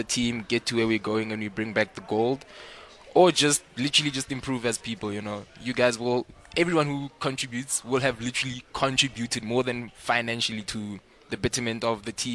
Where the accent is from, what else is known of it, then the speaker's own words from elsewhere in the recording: South Africa; we South Africans